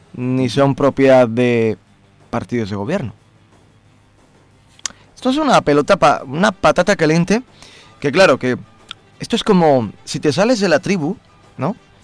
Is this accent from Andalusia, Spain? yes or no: no; Vitoria-Gasteiz, Basque Country, Spain; now in Madrid, Spain; mi ciudad, yo soy de Vitoria